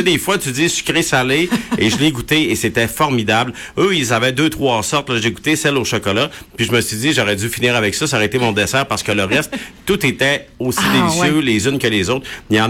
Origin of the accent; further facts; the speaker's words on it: Quebec, Canada; moved away; Moi, je l'ai perdu au fil des ans. Là, ça fait tellement longtemps que je suis parti du Saguenay et je l'ai perdu.